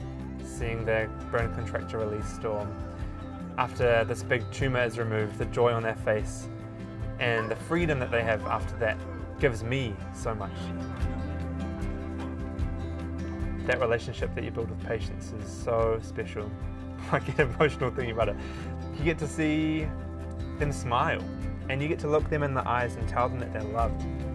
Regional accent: New Zealand

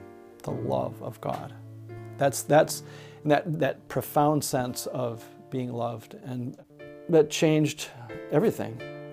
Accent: Chicago, Illinois, United States; born there; I was born in Chicago, Illinois, in 1953. And my great-grandparents came to Chicago from Sweden in the late 1800s. My religious background was in the Swedish Baptist Church originally.

